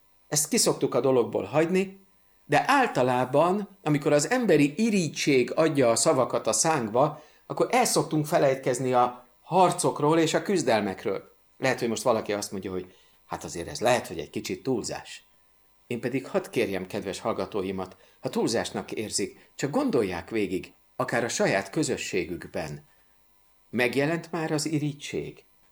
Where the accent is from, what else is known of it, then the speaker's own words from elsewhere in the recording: Budapest, Hungary; nem emlékszem, hogy Újpesten bárkinek, ahol én fölnőttem, eszébe jutott volna köszönni egy utcaseprőnek.